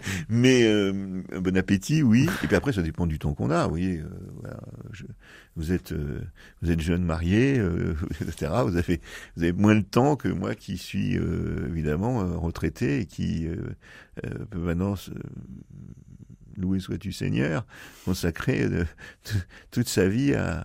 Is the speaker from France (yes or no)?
yes; France; born there; je suis né en 1960, donc je suis né dans une France qui était sociologiquement encore chrétienne.